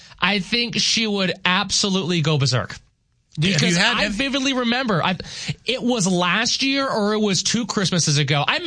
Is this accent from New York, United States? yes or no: yes; New York, United States; moved away as an adult; also born or lived in New Jersey / Minnesota; growing up in New York